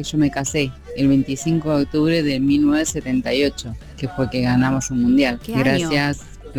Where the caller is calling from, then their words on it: Adrogué, Buenos Aires Province, Argentina; soy de Adrogué.